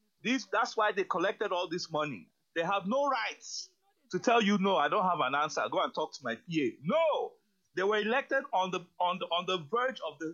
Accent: Nigeria

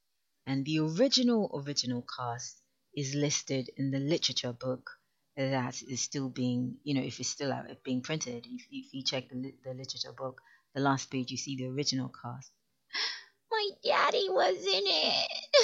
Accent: Rivers, Nigeria; I'm an Ijaw girl, but I'm Rivers Ijaw, so I'm from River State, but I am an Ijaw.

